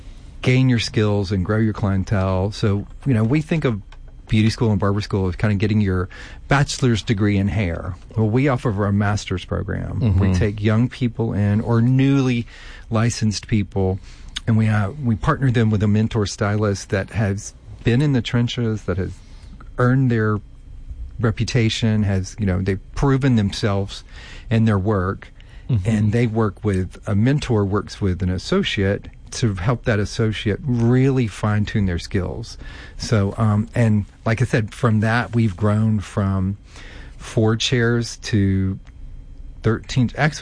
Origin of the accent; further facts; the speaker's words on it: Sibley, Louisiana, United States; I am from Sibley, Louisiana.